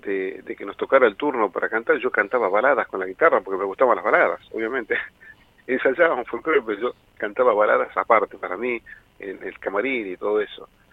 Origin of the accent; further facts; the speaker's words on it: San Salvador de Jujuy, Jujuy, Argentina; moved away as an adult; now in Buenos Aires, Argentina; Soy de Jujuy. De Jujuy. De San Salvador de Jujuy, de la capital de Jujuy.